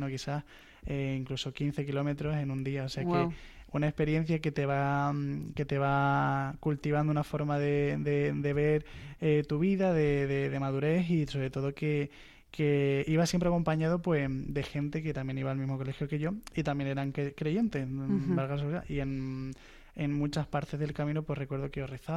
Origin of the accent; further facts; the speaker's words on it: Equatorial Guinea; Yo, pues, vengo de Guinea Ecuatorial, nací allí, mi madre es nativa de allí, de Bata, y mi padre es canario